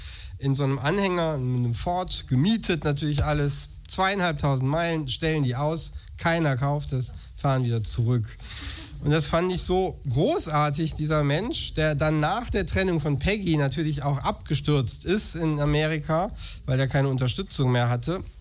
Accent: Viersen, North Rhine-Westphalia, Germany; Ich komme ja aus dem Niederrhein, aus Viersen.

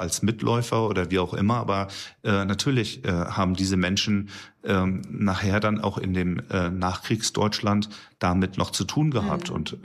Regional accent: Ratzeburg, Schleswig-Holstein, Germany; dann wird man das bei uns in Ratzeburg im Burgtheater sehen können.

